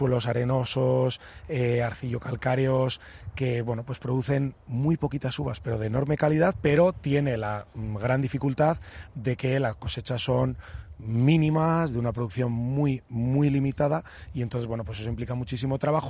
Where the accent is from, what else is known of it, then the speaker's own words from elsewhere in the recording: La Rioja, Spain; por lo menos en nuestra experiencia como riojanos, es la vez que menos kilos por hectárea hemos sacado de nuestra historia.